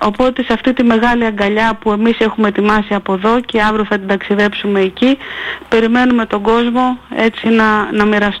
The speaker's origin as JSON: {"language": "Greek", "area": "Kefalonia", "region": "Ionian Islands", "country": "Greece", "moved": "yes", "said": "Όσοι άνθρωποι ξέρουν ότι είμαι από την Κεφαλονιά"}